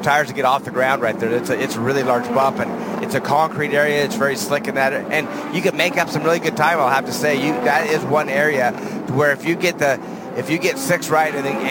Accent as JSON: {"language": "English", "region": "Idaho", "country": "United States", "said": "I'm from Idaho, man."}